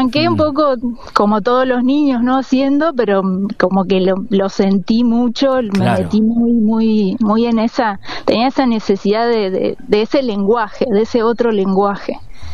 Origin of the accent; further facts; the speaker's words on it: La Pampa, Argentina; moved away as an adult; now in Buenos Aires, Argentina; Después, bueno, me fui de La Pampa, me vine a Buenos Aires a estudiar. Bueno, en La Pampa también, antes de venirme, ya también hice, seguí con el taller, ¿no?, de cerámica.